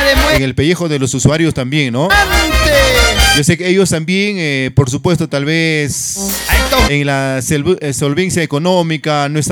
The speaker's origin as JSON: {"language": "Spanish", "town": "Marián", "region": "Ancash", "country": "Peru", "tie": "born or raised there", "said": "saludito para la gente bonita de Marián, mi tierra natal. La tierra donde me vio nacer."}